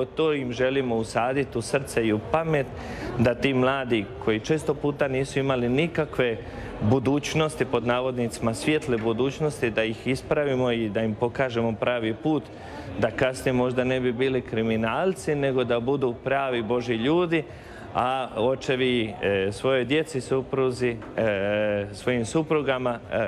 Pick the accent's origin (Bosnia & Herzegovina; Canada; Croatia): Bosnia & Herzegovina; Luke Brankovići parish, Federation of Bosnia and Herzegovina; moved away as an adult; now in Bolivia; Franjevac Kapucin i rodom sam iz Župe Zavidović